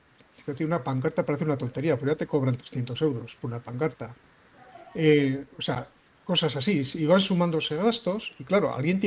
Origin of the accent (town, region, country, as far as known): Basque Country, Spain